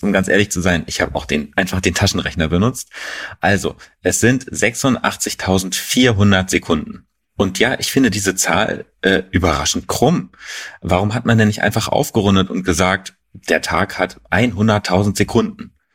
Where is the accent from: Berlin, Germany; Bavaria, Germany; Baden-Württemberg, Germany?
Berlin, Germany; Aber ja, Martin, also mich als Berliner beeindruckst du damit nicht so richtig.